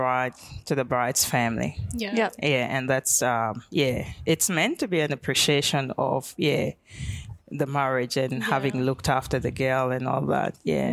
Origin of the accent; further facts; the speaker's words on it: Yirol, Lakes, South Sudan; now in Melbourne, Australia; I'm from Lake State, which is Yeroul.